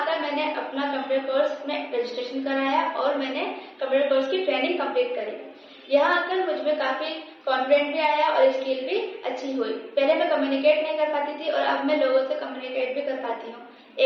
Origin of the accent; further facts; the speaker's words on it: Uttar Pradesh, India; मैं बी ए first year में हूँ और मैं पीडब्ल्यूडी कॉलोनी मधुबनी टोला नागपुर उत्तर प्रदेश की रहने वाली हूँ.